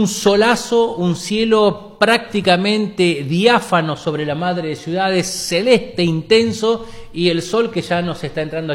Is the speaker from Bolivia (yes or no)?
no; Argentina; los argentinos las sentimos como argentinas